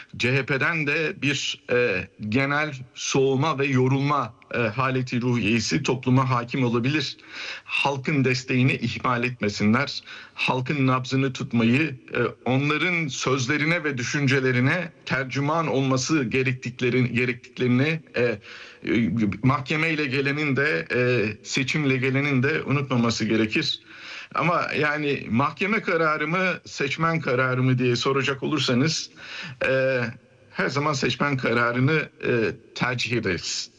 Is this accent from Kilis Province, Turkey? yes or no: yes; Kilis Province, Turkey; Yani kendi memleketimde akrabalar için söylenir. Akrabanın akrabaya yaptığını akrep yapmaz der kilisliler.